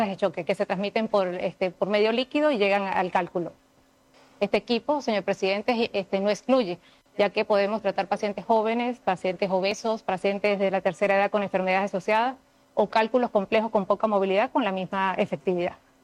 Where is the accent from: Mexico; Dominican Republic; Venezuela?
Venezuela; now in El Salvador; Soy venezolana.